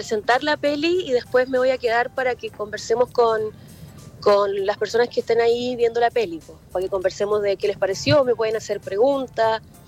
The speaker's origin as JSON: {"language": "Spanish", "town": "Lautaro", "region": "Araucanía", "country": "Chile", "said": "Yo, como soy de Lautaro"}